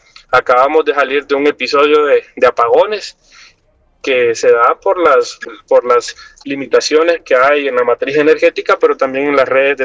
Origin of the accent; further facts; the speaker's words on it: Honduras; los hondureños somos víctimas